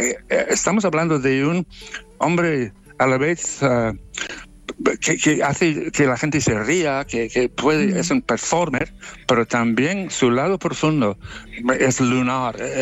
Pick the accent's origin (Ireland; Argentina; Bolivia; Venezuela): Ireland; Spanish is a second language; La sexualidad se ha liberado de una manera que en Irlanda, de donde vengo yo, era imposible. impensable en los años 50.